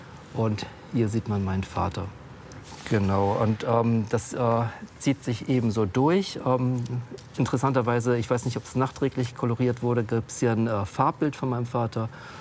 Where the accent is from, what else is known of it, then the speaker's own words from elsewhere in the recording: Germany; Wo man sich definitiv als Deutscher auch nicht wohlfühlt.